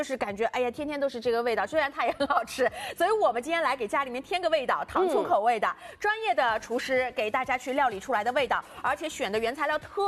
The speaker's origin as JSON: {"language": "Chinese", "region": "Shanghai", "country": "China", "said": "其实我们就是对于我们上海人来说，可能到了大夏天，大家吃的会比较多的，对吧？就是清蒸带鱼，"}